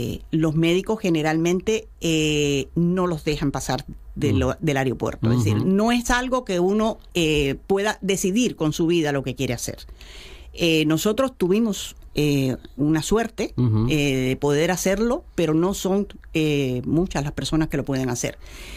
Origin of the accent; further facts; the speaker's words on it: Cuba; now in Gijón, Spain; para nosotros, como cubanos, como personas que estamos tratando de llevar adelante nuestra vida, ¿por qué? Porque la vida es una sola y porque no puedes seguir bajo la protección de un Estado que no te permite avanzar, uh-huh, pues sencillamente llegamos a Gijón